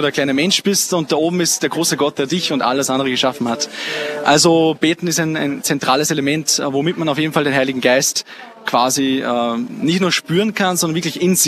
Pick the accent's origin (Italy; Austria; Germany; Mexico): Austria; Upper Austria; now in Linz, Austria; Ich werde am 7.7. 21 Jahre, komme aus Mühlviertel, wohne aber aktuell in Linz.